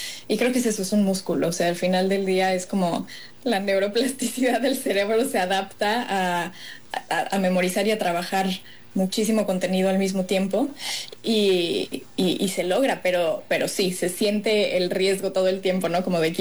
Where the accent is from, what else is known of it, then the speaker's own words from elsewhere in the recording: Mexico; es un honor estar como actriz mexicana, como eso, o sea, como una actriz mexicana tomando un rol latino